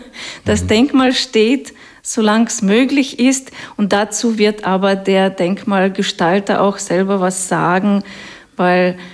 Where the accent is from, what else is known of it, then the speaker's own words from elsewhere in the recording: Russia; moved away; ich komme aus Russland.